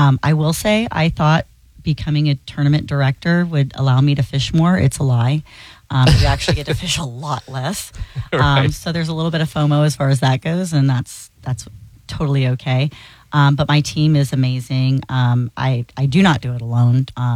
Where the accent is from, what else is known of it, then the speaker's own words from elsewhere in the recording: Gainesville, Florida, United States; moved away as an adult; now in St. Petersburg, United States; I grew up in Gainesville, actually, and I would fish the ponds and lakes there as a little girl in Rodman's Dam, and then I moved to St. Pete about 15 years ago.